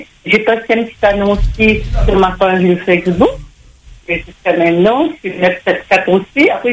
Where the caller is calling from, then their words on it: Réunion; du secteur où j'habite à l'Étron, ruelle des Fleurs